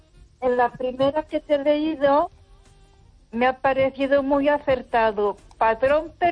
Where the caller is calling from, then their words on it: Ponferrada, Castile and León, Spain; Buenas noches, Esther … de Ponferrada.